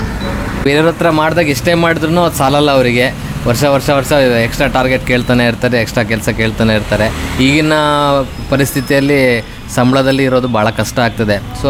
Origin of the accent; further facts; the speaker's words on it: Shivamogga, Karnataka, India; ನಮ್ಮ ಪ್ರಾಪರ್ ಶಿವಮೊಗ್ಗನೇ, ಇಲ್ಲೇ ಶರಾವತಿ ನಗರದಲ್ಲಿ ಮನೆ ಇರೋದು.